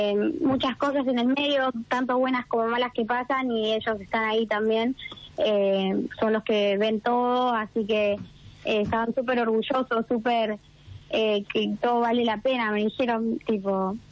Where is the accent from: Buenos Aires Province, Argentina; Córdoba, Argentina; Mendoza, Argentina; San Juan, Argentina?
Buenos Aires Province, Argentina; General Pacheco; yo soy de Pacheco